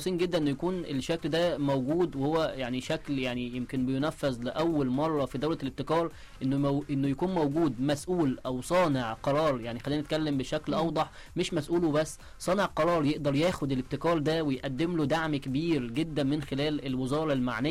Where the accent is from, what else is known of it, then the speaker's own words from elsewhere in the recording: Egypt; ودي مش مبالغه مننا كمصريين